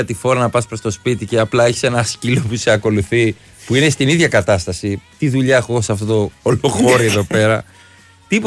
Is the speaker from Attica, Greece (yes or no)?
yes; Menidi, Attica, Greece; also born or lived in Liosia; Έχει χάρη που είμαι από το Μενίδη και τα λιώσια. Μπορώ να το πω εγώ.